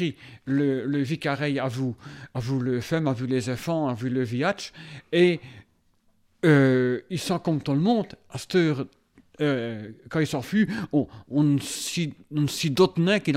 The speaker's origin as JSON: {"language": "French", "region": "Wallonia", "country": "Belgium", "accent": "Walloon", "said": "J'ai causé wallon quand j'ai revenu au village"}